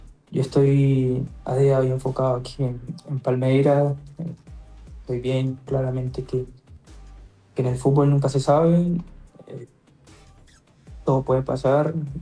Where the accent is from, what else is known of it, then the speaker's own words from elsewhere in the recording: Quibdó, Chocó, Colombia; moved away; hago mención del lugar que yo nací, el lugar que me vio crecer